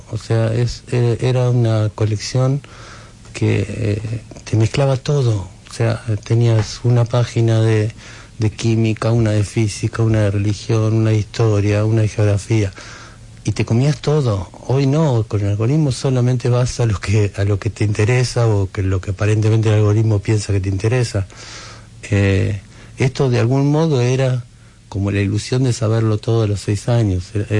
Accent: Buenos Aires Province, Argentina; moved away; yo soy de Varadero cerca de San Antonio de Areco.

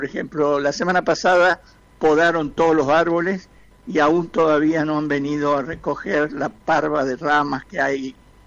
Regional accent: Tucumán, Argentina; moved away as an adult; also born or lived in Buenos Aires; now in Resistencia, Argentina; yo soy originario de Tucumán y vine a vivir acá al principio del 2003 y estuve acá hasta el 2012. Fui a hacer un emprendimiento a Buenos Aires

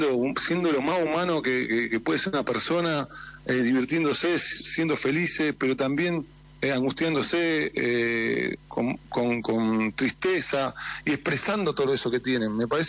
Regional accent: Argentina; Porque somos también nosotros somos eso, los argentinos.

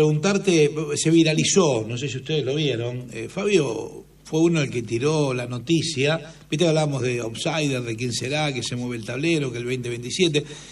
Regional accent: Argentina; la verdad que como argentinos hemos recibido un cachetazo con la noticia de la muerte

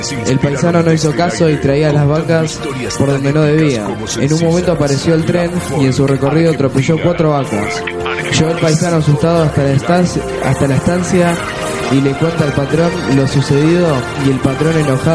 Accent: Argentina; Gracias por no dejar que se pierda esa esencia tan linda que nos identifica como argentinos.

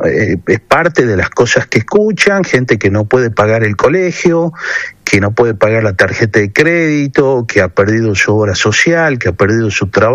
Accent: Yerba Buena, Tucumán, Argentina; yo soy nacido y criado en Yerba Buena, allí tengo mi domicilio, por lo tanto mi distrito electoral es la ciudad Jardín

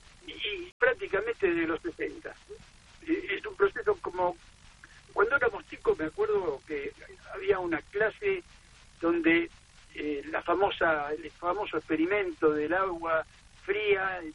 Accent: Argentina

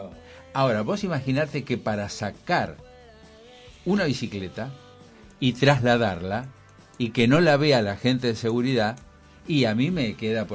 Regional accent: Pergamino, Buenos Aires Province, Argentina; moved away; cuando era chico en mi pergamino natal, mis vecinos.

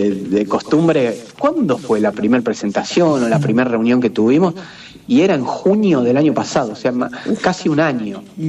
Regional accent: Argentina; que nos demuestran como argentinos que cuando está difícil, somos argentinos, muchachos, vamos para adelante.

